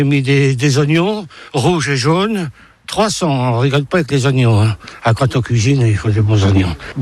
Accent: Normandy, France; Et je suis assez content parce que par ici, moi, je suis normand.

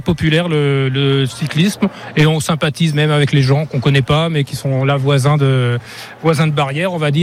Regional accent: Normandy, France; moved away; je suis originaire de Normandie.

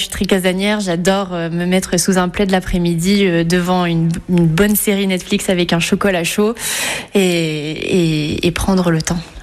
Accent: Livron-sur-Drôme, Auvergne-Rhône-Alpes, France; Bah, je suis née à Valence et j'ai grandi à Livron, un petit village dans la Drôme. Et j'ai passé mon enfance à travers ces petits villages de la Drôme provençale également, notamment à Marsanne.

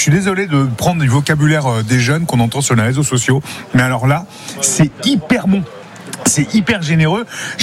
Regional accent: Centre-Val de Loire, France

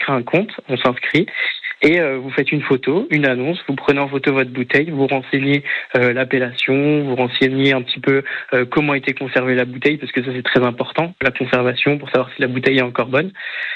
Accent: Sens, Bourgogne-Franche-Comté, France; je suis originaire de Sens

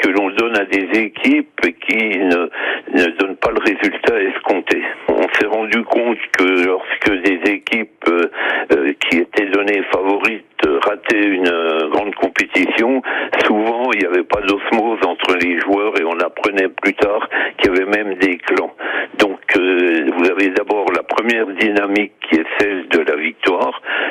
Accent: France

